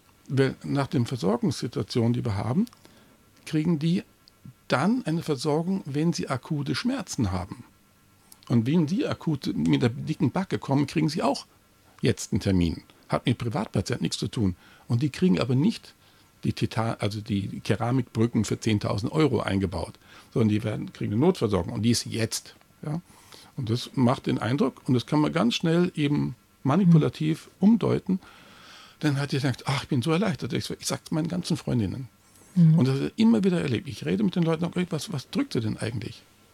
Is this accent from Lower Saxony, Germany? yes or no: no; Bavaria, Germany; ich komme aus Bayern, da gab es wirklich üblen Wirtschaftsschlägereien mit zerbrochenen Mastkrügen.